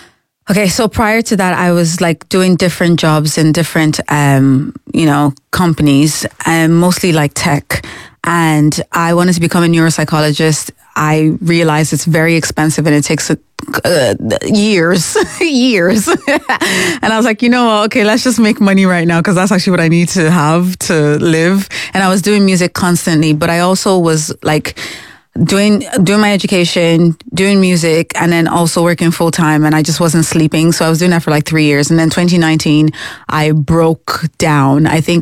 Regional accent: Nigeria; But as a Nigerian, and also growing up in a Christian household, you just have to comply, agree.

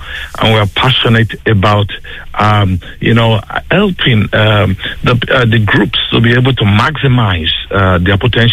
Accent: Nigeria; moved away as an adult; now in Ireland; You know, I'm originally from Nigeria, and my wife, she's from Tipperary. I came over to Ireland about 20.

